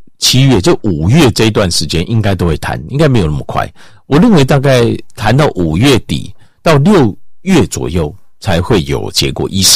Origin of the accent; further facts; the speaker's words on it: Taiwan; 包括我们台湾人早期也没有法律观念，原因就是因为我们很多祖先都从中国来，